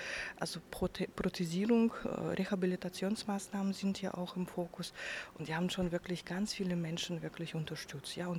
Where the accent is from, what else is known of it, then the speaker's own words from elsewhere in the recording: Russia; now in Germany; ich komme ja aus Russland